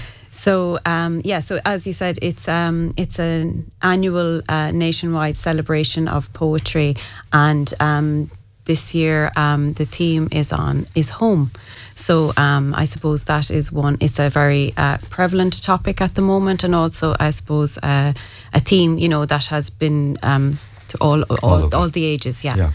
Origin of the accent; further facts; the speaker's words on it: Germany; Hi Tommy, so I'm from Germany.